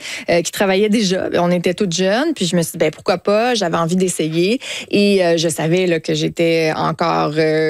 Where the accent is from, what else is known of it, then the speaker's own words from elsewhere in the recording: Charlevoix, Quebec, Canada; j'avais la chance d'avoir accès à la radio communautaire, à la télé communautaire dans ma région natale